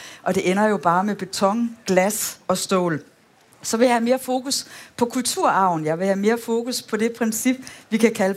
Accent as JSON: {"language": "Danish", "town": "Aarhus", "region": "Central Denmark Region", "country": "Denmark", "tie": "born or raised there", "moved": "yes", "said": "jeg er vokset op i Risskov, lidt uden for Aarhus"}